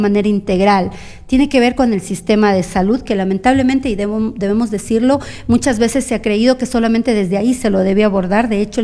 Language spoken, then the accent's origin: Spanish; Ecuador; Nosotros mismo, como Mujeres Ecuatorianas Organizadas, yo pertenezco a este colectivo, tenemos un fuerte contingente de mujeres ecuatorianas organizadas y organizaciones acá en Loja.